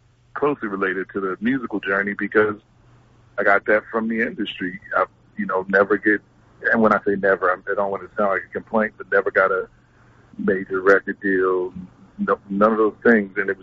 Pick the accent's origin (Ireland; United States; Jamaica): United States; Trenton, New Jersey; So I just grew up around theater and music and all the good stuff, you know, poetry, because growing up in Trenton, Antoshaki was, you know, at our house, Dominique Giovanni.